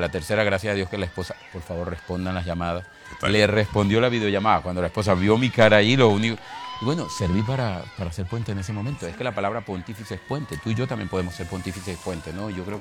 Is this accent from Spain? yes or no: no; Venezuela; moved away; Yo digo, no, soy de Venezuela, vivo aquí en este convento, yo soy frailita.